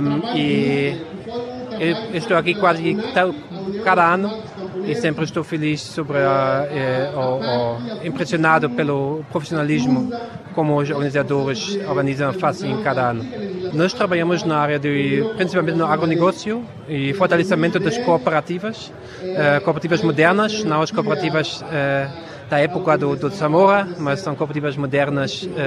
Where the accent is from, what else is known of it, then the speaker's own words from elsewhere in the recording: Germany; Portuguese is a second language; now in Mozambique; eu sou da Alemanha, venho de uma organização que se chama DGRW, uma ONG alemã